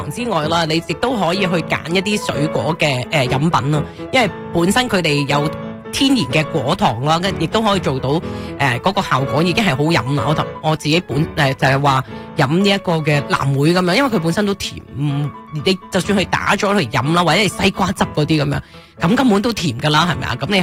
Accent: Hong Kong

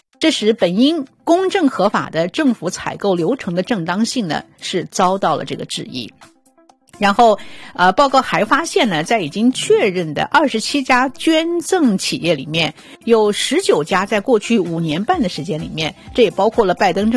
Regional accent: China; 因为那个是我们中国人常说的嘛

